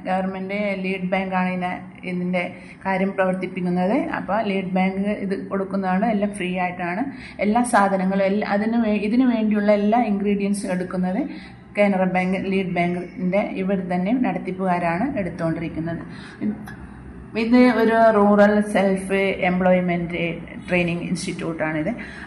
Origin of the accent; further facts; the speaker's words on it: Andhra Pradesh, India; now in Kerala, India; ഞാൻ ആന്ധ്രത്തിൽ നിന്നാണ് വരുന്നത്.